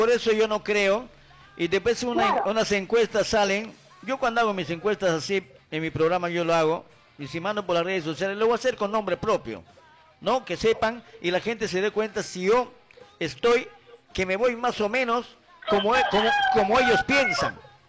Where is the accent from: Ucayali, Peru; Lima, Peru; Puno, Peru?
Ucayali, Peru; Aguaytía; yo soy de Aguaitía, yo estimo a mi pueblo y quiero el desarrollo de mi pueblo.